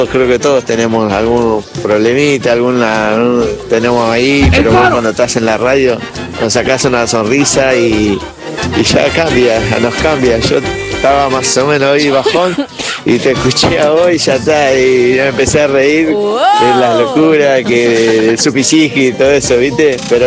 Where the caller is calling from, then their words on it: Buenos Aires, Argentina; de Buenos Aires.